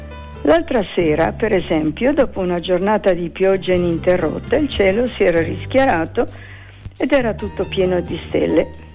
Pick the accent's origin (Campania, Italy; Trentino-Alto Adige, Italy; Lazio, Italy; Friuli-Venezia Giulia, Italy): Trentino-Alto Adige, Italy